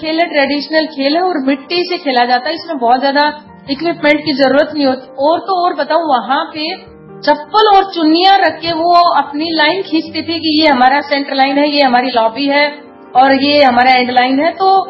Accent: Haryana, India; हमारे गांव में हरियाणा में फागुन का महीना आता है, देसी महीना

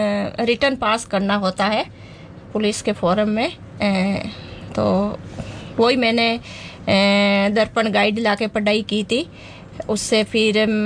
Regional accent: Rajasthan, India; moved away as an adult; now in Mount Abu, India; मैंने 11th 12th Raniwara से की थी, तो हमारे गांव से रानीवाड़ा में

